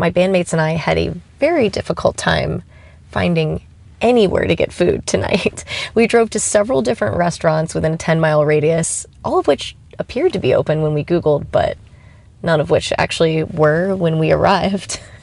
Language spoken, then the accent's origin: English; Akron, Ohio, United States; I play drums in … I'm also from Akron, Ohio, although I happen to be quite far from home right now because my band is on tour.